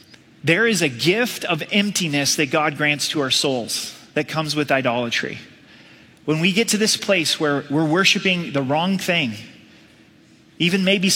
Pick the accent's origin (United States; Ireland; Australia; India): Ireland; Or I'm Irish, so that's why I always lose my temper, right?